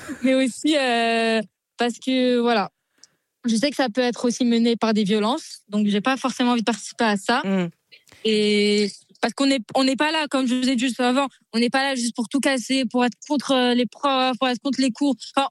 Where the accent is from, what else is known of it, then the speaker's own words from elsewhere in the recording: Île-de-France, France; Je viens du 94.